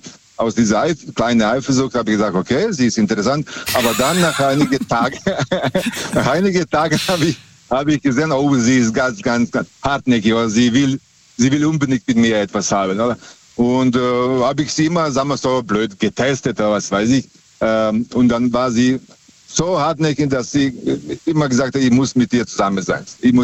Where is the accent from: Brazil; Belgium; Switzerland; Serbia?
Serbia; Das heißt, ich habe damals, ich komme aus Serbien, und ich habe damals am Busbahnhof gearbeitet.